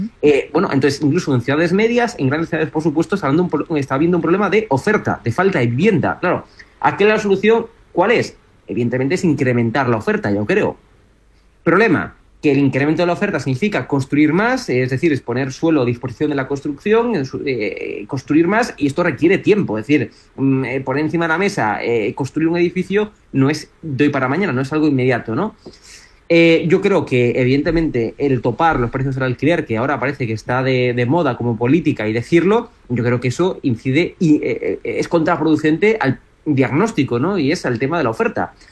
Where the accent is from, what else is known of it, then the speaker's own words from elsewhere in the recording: Santiago de Compostela, Galicia, Spain; yo, que soy, por ejemplo, de Galicia, Santiago de Compostela, que históricamente ha sido una ciudad universitaria